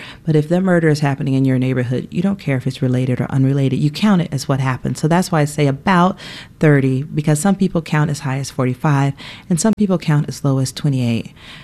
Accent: Atlanta, Georgia, United States; I grew up in Atlanta during the child murders.

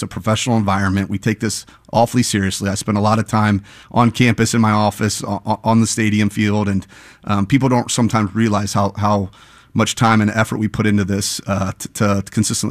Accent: Ohio, United States; moved away as an adult; also born or lived in Tulsa, Oklahoma / Portland, Oregon; now in Kansas City, United States; I was born and raised in Ohio, so this is what I know. It's what I relate to, and so we love living in Kansas City.

